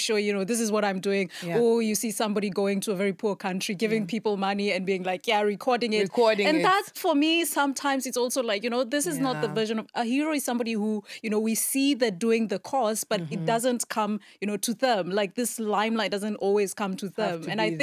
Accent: Kenya; And I am a runner because I'm Kenyan.

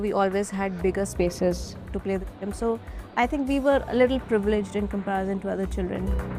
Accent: Karachi, Sindh, Pakistan; I'm from Karachi, Pakistan, and I'm a marketeer.

